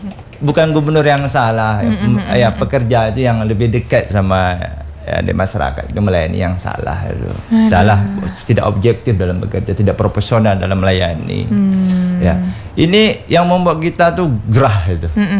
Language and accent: Indonesian; Riau, Indonesia